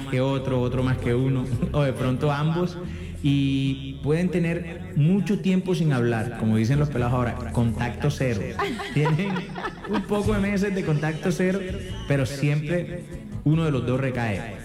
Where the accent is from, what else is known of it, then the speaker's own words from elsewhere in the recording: Cartagena, Bolívar, Colombia; digo con orgullo que soy de Cartagena.